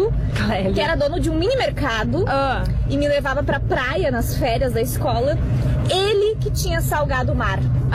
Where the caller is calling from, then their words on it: Nova Petrópolis, Rio Grande do Sul, Brazil; falo de Nova Petrópolis.